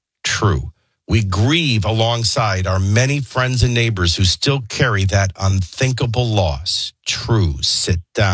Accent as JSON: {"language": "English", "town": "Chicago", "region": "Illinois", "country": "United States", "tie": "born or raised there", "said": "Oh, as I was saying, I grew up in Chicago."}